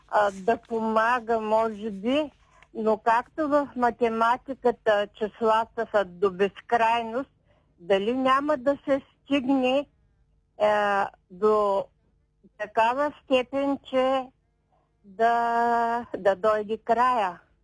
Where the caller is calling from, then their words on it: Shumen, Shumen Province, Bulgaria; от Шумен съм